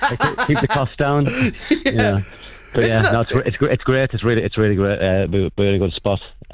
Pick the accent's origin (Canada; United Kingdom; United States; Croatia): United Kingdom; Hartlepool, North East England; born or raised there; moved away as an adult